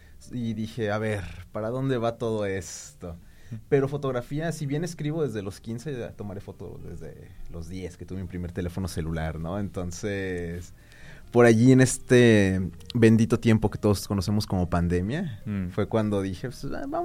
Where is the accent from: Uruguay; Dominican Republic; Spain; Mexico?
Mexico; Tepic, Nayarit; soy orgullosamente tepicense, de formación soy sociólogo y soy arquitecto.